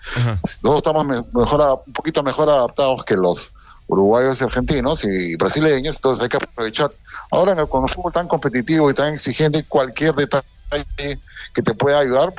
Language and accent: Spanish; La Paz, Bolivia; now in Lima, Peru; como boliviano y sobre todo como paceño